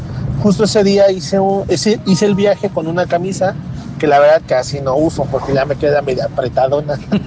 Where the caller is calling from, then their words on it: Jiutepec, Morelos, Mexico; de Jutepec.